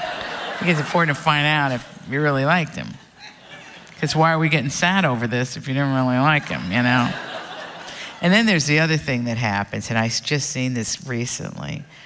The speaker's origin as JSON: {"language": "English", "region": "Appalachia", "country": "United States", "said": "Yeah, I'm an Appalachian."}